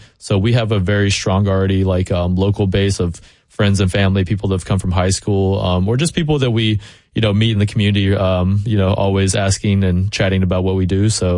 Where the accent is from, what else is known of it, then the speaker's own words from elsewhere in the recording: Nashville, Tennessee, United States; moved away as an adult; Hume Fog is where I went to high school is on the wall. And then, you know, just the Vols, you know, stuff that I grew up, loving while growing up in Tennessee.